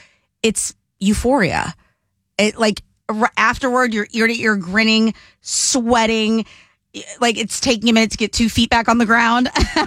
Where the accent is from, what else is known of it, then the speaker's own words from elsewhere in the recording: Virginia Beach, Virginia, United States; my hometown of Virginia Beach